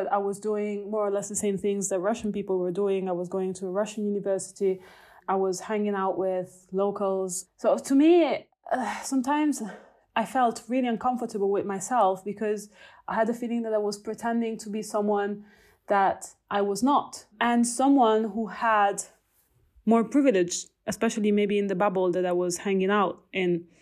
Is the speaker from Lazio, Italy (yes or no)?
no; Emilia-Romagna, Italy; English is a second language; moved away as an adult; I'm from Italy. I come from a small town in Emilia-Romagna, and all of my family is from there.